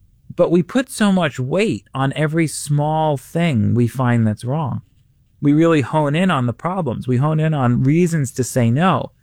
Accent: New York City, New York, United States; now in Indiana, United States; So I grew up in Queens, a Queens boy

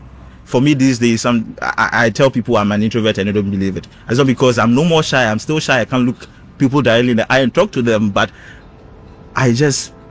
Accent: Volta, Ghana; moved away as an adult; now in Accra, Ghana; In our local language, I'll say … I'm Eweso. … I'm from the Volta region of Ghana, and I've been in Accra since 2015.

